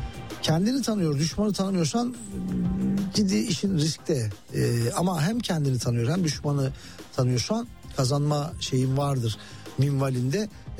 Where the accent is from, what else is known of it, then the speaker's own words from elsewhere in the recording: Muş, Muş Province, Turkey; belki benim memleketim Muş, Varto'da, Varto'lu değilim, Muşlu'yum. Muş'un Varto ilçesinde